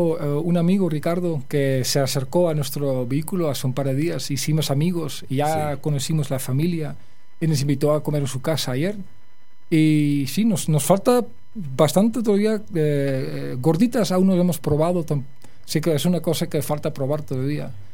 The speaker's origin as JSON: {"language": "Spanish", "country": "Spain", "tie": "born or raised there", "lives_now": "Netherlands", "said": "Yo me crecí en España y en el último año que yo estuve viviendo en España"}